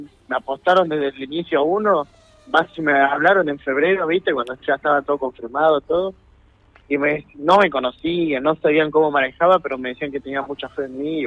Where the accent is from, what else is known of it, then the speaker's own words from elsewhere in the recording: Pilar, Buenos Aires Province, Argentina; yo soy de Pilar, Buenos Aires.